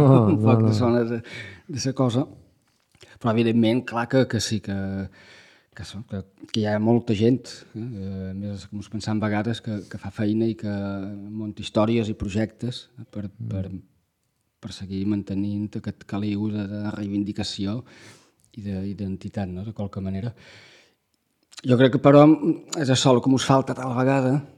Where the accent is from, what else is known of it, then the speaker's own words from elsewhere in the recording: Menorca, Balearic Islands, Spain; ens defineixen com a menorquins, com a menorquines, com a illa